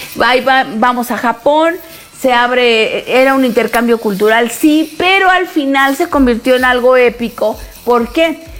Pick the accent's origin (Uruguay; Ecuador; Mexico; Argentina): Mexico